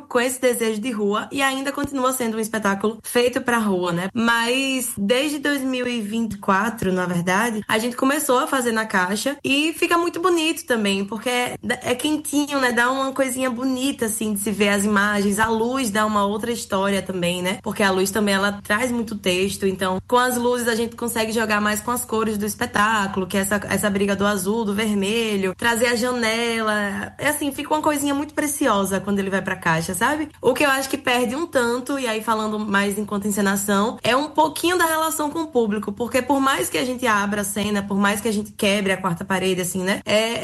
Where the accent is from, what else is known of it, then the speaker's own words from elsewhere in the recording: Lagarto, Sergipe, Brazil; O espetáculo, ele foi inspirado na cidade de Lagarto, né? Que é a minha cidade natal.